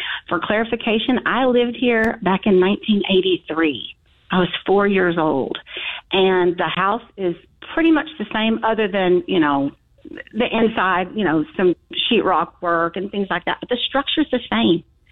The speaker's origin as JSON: {"language": "English", "town": "Dallas", "region": "Texas", "country": "United States", "tie": "born or raised there", "said": "I want to see the house that I was born in Texas and the various homes we lived in. I lived here in Texas, in Dallas, and the surrounding cities off and on until I was about 9 years old."}